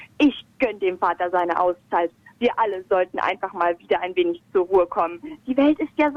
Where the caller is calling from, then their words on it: Dessau, Saxony-Anhalt, Germany; Aus Dessau.